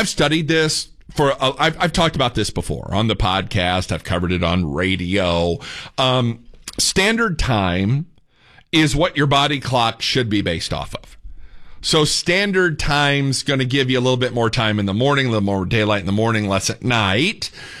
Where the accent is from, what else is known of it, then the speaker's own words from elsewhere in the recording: Indiana, United States; So as you all know, I'm a Yankee from Indiana. And back when I was a younger man, Indiana did not change time.